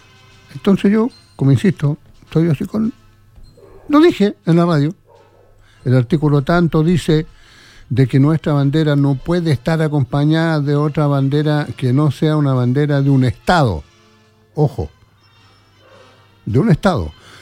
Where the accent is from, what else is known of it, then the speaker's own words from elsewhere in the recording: Chile; Yo soy más chileno que 50.000 platos de porotos con rienda